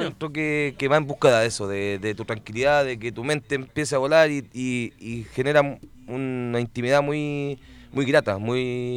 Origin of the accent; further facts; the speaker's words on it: Santiago, Santiago Metropolitan Region, Chile; yo soy oriundo de Quinta Normal